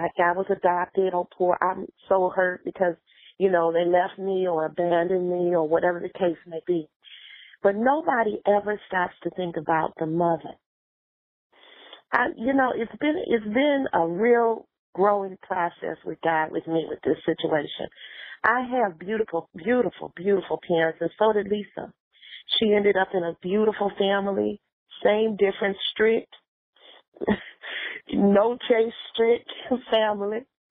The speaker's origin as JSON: {"language": "English", "town": "Milwaukee", "region": "Wisconsin", "country": "United States", "tie": "born there", "accent": "Southern drawl", "said": "I was born in Milwaukee, Wisconsin. I'm a Midwesterner with a Southern drawl. I don't know how you can put those two together."}